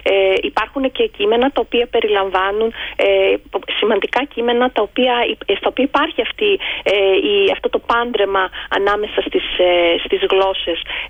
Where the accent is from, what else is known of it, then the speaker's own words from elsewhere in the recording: Australia; επιλέγω να είμαι, να είμαι Έλληνας της Αυστραλίας σε κάποια πλαίσια, σε κάποιες περιστάσεις, ή επιλέγω να είμαι Αυστραλός σε κάποιες άλλες.